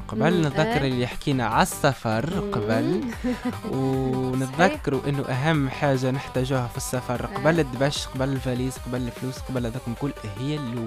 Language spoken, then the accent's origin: Arabic; Tunisia; الدوله التونسيه ما شاء الله عليها وفرت لنا برشا لغات